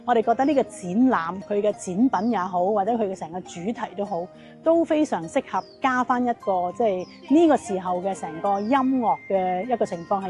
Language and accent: Cantonese; Guangdong, China; 亦都加上我哋广东人一啲嘅抵死绝物嘅嘢